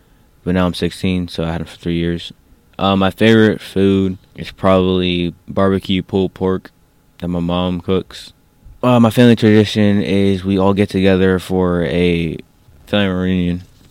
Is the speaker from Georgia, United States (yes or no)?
no; Pittsburgh, Pennsylvania, United States; born there